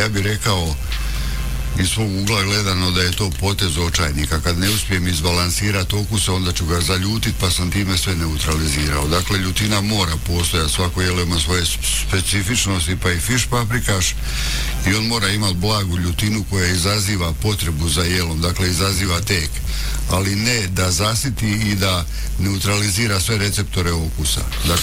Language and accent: Croatian; Požega-Slavonia County, Croatia